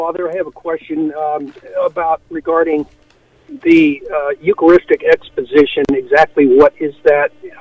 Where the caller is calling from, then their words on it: Pensacola, Florida, United States; I am at St. Michael's, the Archangel in Pensacola, which is the oldest basilica church in the state of Florida.